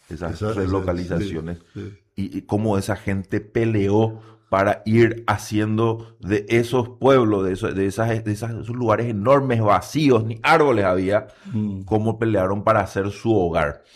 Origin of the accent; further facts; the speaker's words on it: Encarnación, Itapúa, Paraguay; El barrio San Pedro, que es de donde vengo